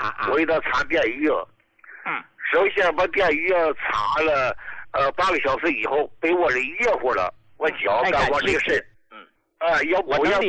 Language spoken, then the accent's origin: Chinese; Dalian, Liaoning, China; 这个医大就大，我是大连的哈，就在医大二院的这个大夫拍片子检查全身的里外呀